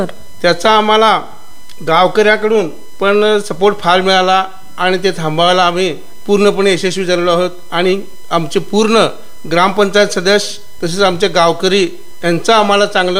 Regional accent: Uchagaon, Karnataka, India; आम्ही मूळचे उजगावचे। आम्ही एका शेतकरी कुटुंबामधून जन्म घेऊन आमचे वडील शेतकरी होते

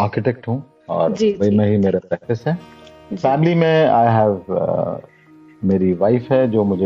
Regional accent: Mumbai, Maharashtra, India; मैं मुंबई से हूँ

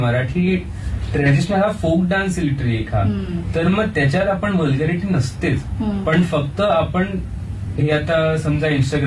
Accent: Satara, Maharashtra, India; मी साताऱ्याचा आहे

